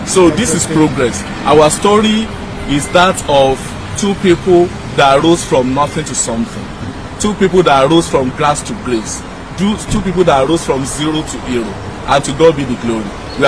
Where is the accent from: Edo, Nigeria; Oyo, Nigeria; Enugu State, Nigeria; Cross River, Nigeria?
Oyo, Nigeria; Ibadan; I'm from Ibadan.